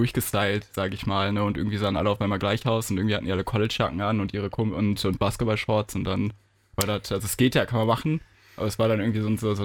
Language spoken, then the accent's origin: German; North Rhine-Westphalia, Germany; Also ich wohne ja in Essen, ich komme aus dem Pott, ich komme aus dem Randpott eigentlich ursprünglich.